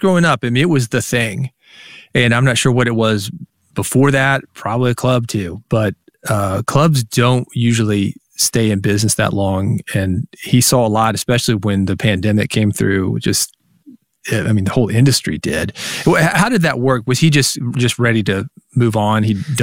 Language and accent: English; Nashville, Tennessee, United States; growing up in Nashville, 8th Avenue was massage parlors and numbers games.